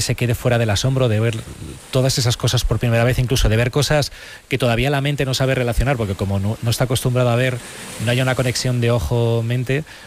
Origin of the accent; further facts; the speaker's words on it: Alcalá de Henares, Community of Madrid, Spain; Yo, que soy de Alcalá de Henares, busqué la forma de meter a Alcalá.